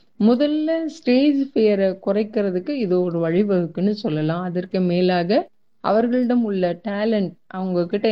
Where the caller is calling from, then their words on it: Thoothukudi, Tamil Nadu, India; தூத்துக்குடியிலிருந்து